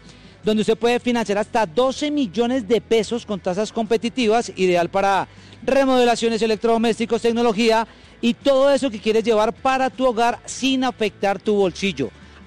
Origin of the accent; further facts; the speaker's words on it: Bogotá, Bogotá Capital District, Colombia; Yo sí crecí en Gran Granada, Villas de Granada, Garcés Navas, Bolivia, entonces conozco muy bien la zona.